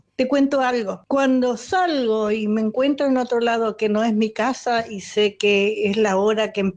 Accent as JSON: {"language": "Spanish", "region": "Misiones", "country": "Argentina", "tie": "born or raised there", "accent": "misionero", "said": "oriunda de Misiones"}